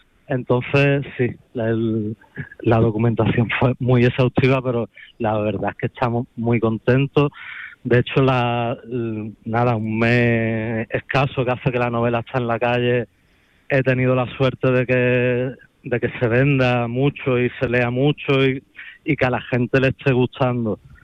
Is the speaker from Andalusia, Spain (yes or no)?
yes; Cádiz, Andalusia, Spain; tirando pa casa, pa Cádiz